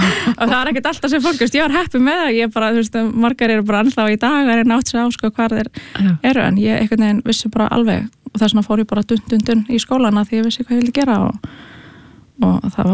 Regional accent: Reykjavík, Capital Region, Iceland; Herra, ég ólst upp í Breiðholti og var í Hólabrekkskóla og flutti hana í hérna Gaggó í Fossvogin

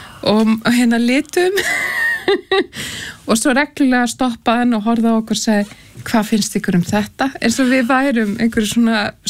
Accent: Hagi, Northeastern Region, Iceland; Ég er úr Haga í aðdal

